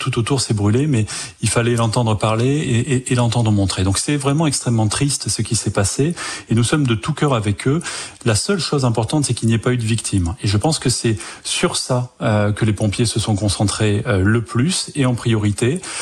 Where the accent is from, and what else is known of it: France